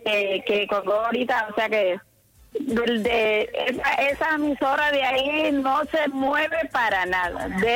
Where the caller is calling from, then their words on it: San Pelayo, Córdoba, Colombia; Me comunico de Sabana Nueva, San Pelayo